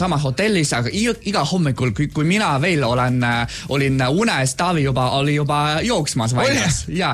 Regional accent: Beijing, China; No, ma olen üles kasvanud Pekingis ja ma ei mulle olnud ühtegi korda, kus keegi varastas mul midagi

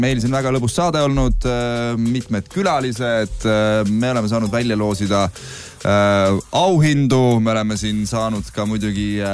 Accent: Rapla County, Estonia; moved away; mul on maakodu, et ma olen pärit sellisest väikesest kohast. Nagu Raikküla

